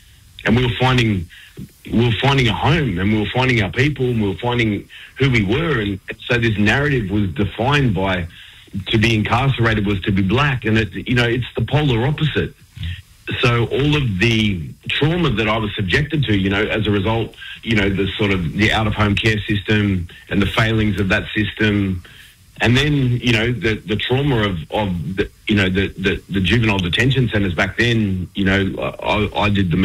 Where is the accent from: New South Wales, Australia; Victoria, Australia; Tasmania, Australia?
New South Wales, Australia; Sydney; I didn't grow up on country. I wasn't afforded that privilege, and I grew up down in Sydney, but I was, nurtured by, predominantly around Redfern, Waterloo and that area growing up.